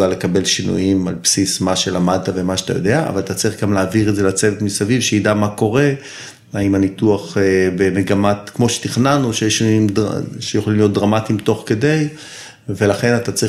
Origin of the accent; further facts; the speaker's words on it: Tel Aviv, Tel Aviv District, Israel; now in Zikhron Ya'akov, Israel; אני תל אביבי במקור, גר היום בזיכון בן 56